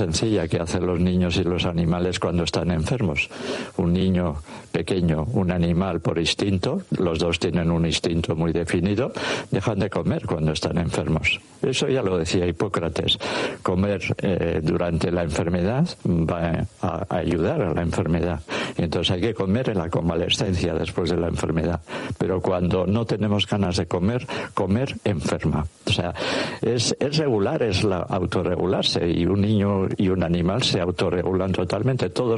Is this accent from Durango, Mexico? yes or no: yes; Durango, Mexico; Yo soy de Durango y mi mamá hacía eso